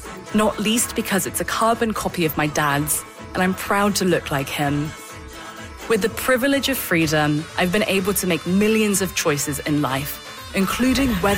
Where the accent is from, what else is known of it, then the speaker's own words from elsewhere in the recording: United Kingdom; accent: British; now in Canada; Canada, espousing lofty thoughts in my British accent, never able to truly know what it means to be an Iranian who lives in Iran.